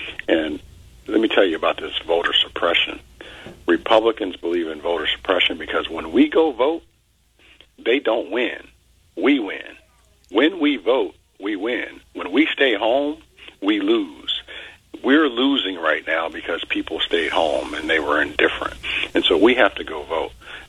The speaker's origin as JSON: {"language": "English", "town": "Maywood", "region": "Illinois", "country": "United States", "tie": "born or raised there", "said": "I grew up in Maywood, born and raised"}